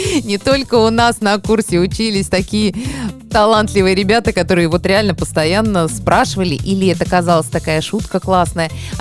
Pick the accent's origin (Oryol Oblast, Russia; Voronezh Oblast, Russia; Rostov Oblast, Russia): Voronezh Oblast, Russia; Novovoronezh; ну, я из Нового Воронежа. У вас что там? Я говорю: ну, у нас там атомная станция.